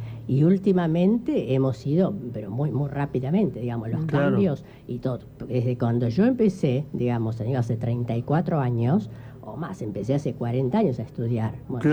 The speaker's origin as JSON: {"language": "Spanish", "region": "Basque Country", "country": "Spain", "said": "No me hagan responder. Que soy vasca, no me hagan dar una respuesta."}